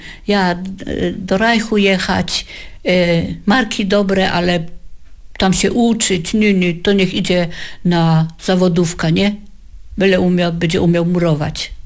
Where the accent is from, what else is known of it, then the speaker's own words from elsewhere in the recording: Germany; Ich bin Deutsche und deswegen bin ich Oma.